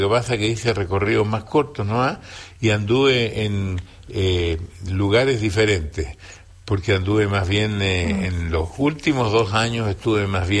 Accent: Chile; cada vez que ha habido una necesidad, yo he venido porque yo soy chileno.

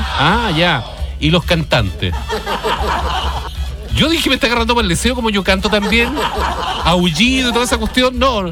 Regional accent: Talca, Maule, Chile; born there; Tú sabes que yo igual salí, nací en Talca, ¿no? Yo nací en Talca.

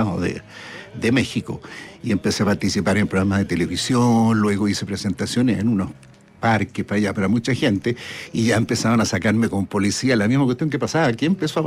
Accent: Chile; a nosotros también, los chilenos, como que nos gusta vivir acá. Entonces, amamos a nuestro país.

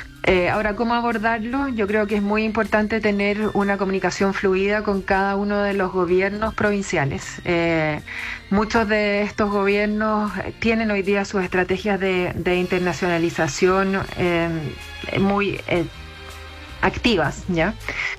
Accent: Chile

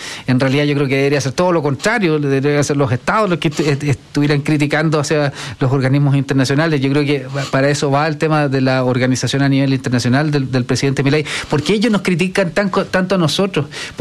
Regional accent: Santiago, Santiago Metropolitan Region, Chile; yo en mi infancia me tocó vivir en la Estación Central, muy cerca de la Villa Francia, en Puente Alto, en la Florida, cerca de lugares muy conflictivos

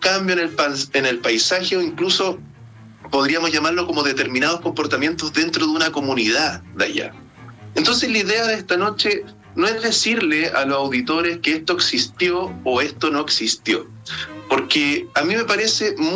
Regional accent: Chiloé, Los Lagos, Chile; born there; moved away; colegios de Chiloé, por parte de mi mamá también tienen familia en Chiloé. Entonces yo me siento identificado porque mucha parte de mi infancia yo la viví en Chiloé.

